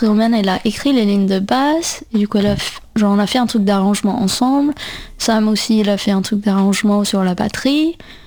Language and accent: French; India; French is a second language; Du coup, j'ai grandi en Inde et la première fois que je suis venue en France, c'était en 2012, où j'ai fait une échange avec une famille d'accueil.